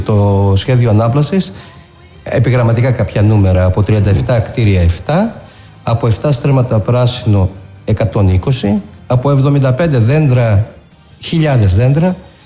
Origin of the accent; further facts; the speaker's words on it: Thessaloniki, Central Macedonia, Greece; also born or lived in Athens; now in Thessaloniki, Greece; Σαν Θεσσαλονικιός που έχει ζήσει τα περισσότερα χρόνια του στην Αθήνα επαγγελματικά